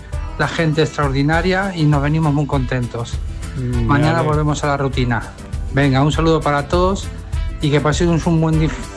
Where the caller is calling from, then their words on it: Castilla-La Mancha, Spain; de Navalmosa.